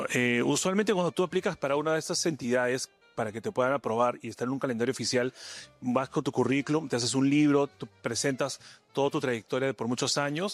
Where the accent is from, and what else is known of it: Peru